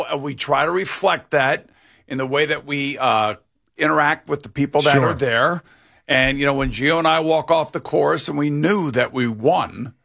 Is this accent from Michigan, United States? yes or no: no; East Islip, New York, United States; I'm from East Islip.